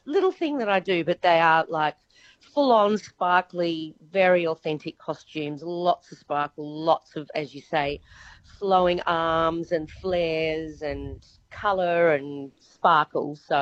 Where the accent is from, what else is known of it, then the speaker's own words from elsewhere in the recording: Sydney, New South Wales, Australia; moved away as an adult; also born or lived in Middle East; now in Perth, Australia; I started off in Sydney with a band called … because I'm from Sydney.